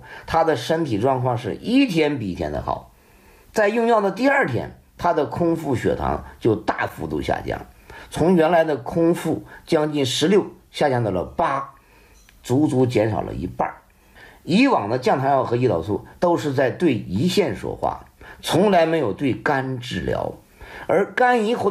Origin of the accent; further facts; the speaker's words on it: China; 让世界见识到我们中国人的智慧以及在医学领域的尊严。